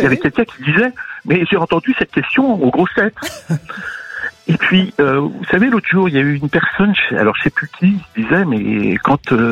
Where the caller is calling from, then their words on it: Île-de-France, France; Du Val d'Oise.